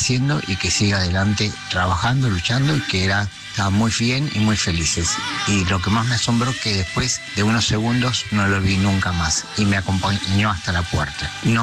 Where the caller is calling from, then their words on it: Pilar, Buenos Aires Province, Argentina; yo soy de Pilar, estoy escuchando el programa de Birmacher que me encanta